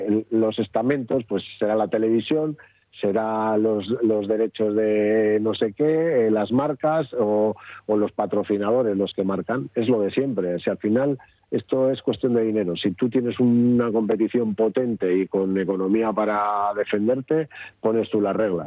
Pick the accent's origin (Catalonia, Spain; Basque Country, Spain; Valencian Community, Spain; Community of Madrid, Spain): Basque Country, Spain; Ermua; Yo soy de Ermua, no tengo las fiestas de Bilbao en la cabeza.